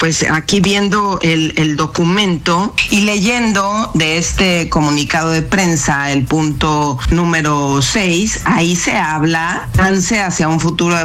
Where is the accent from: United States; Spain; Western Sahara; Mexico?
Mexico; Cómo están las cosas en mi país. México, créeme, Nicolás, que ya es un avance.